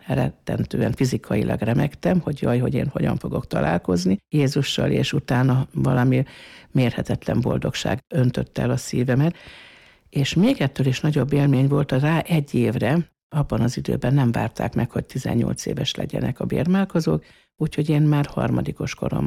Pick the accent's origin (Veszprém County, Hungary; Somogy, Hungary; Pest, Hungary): Pest, Hungary; Fót; born there; Fóton születtem, és élek most már 62 éve férjemmel